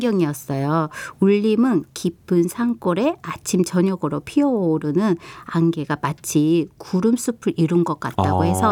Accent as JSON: {"language": "Korean", "town": "Jindo", "region": "South Jeolla", "country": "South Korea", "tie": "born or raised there", "moved": "yes", "said": "제 고향이기도 한 전남 진도로"}